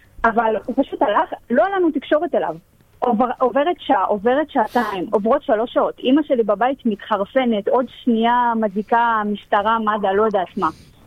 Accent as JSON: {"language": "Hebrew", "town": "Yavne", "region": "Central District", "country": "Israel", "said": "אנחנו מיבנה"}